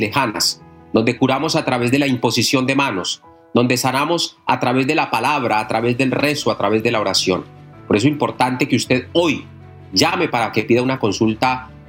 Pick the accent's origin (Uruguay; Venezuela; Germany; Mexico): Mexico; Catemaco, Veracruz; moved away; Los que conocen mi tierra, los que saben dónde queda Catemaco